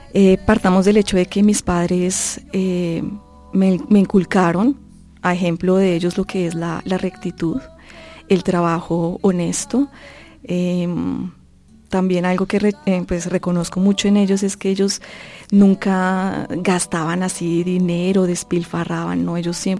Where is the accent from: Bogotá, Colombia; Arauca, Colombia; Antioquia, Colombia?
Bogotá, Colombia; Yo vivía en Entre Ríos, en el barrio Entre Ríos, acá en Bogotá. Yo nací acá en Bogotá.